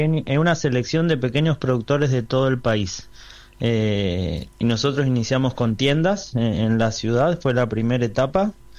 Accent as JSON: {"language": "Spanish", "town": "Tandil", "region": "Buenos Aires Province", "country": "Argentina", "moved": "yes", "lives_now": "Buenos Aires, Argentina", "said": "yo y mi hermano somos de Tandil, pero estamos radicados en Buenos Aires."}